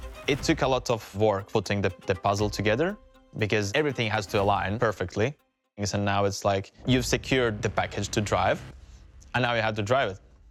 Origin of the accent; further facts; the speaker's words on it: Latvia; Coming from a smaller country